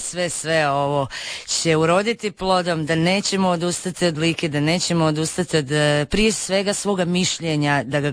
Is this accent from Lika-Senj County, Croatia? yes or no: yes; Lika-Senj County, Croatia; born there; Ne damo mi svoju Liku, ja sam rođena Ličanka, moram naglasiti